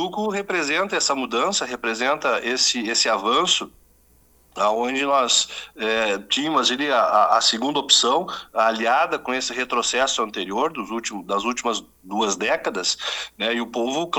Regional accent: Rio Grande do Sul, Brazil; nos anima enquanto produtor, nos anima enquanto gaúcho

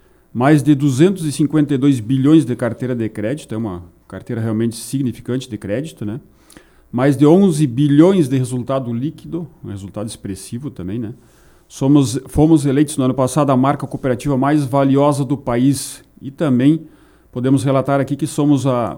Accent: Bagé, Rio Grande do Sul, Brazil; now in Aceguá, Brazil; Natural, nascido em Bagé e hoje é ceguaiense, né? Porque, na verdade, nasci na Colônia Nova, que antigamente era ainda município de Bagé, mas hoje sou de Aceguá, morador de Aceguá.

